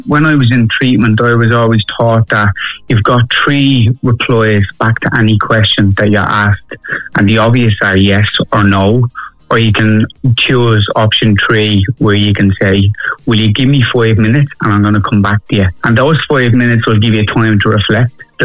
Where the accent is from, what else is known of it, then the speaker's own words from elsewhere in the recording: Dublin, Leinster, Ireland; I grew up in Fatty Ma Mansions, and like growing up in the 90s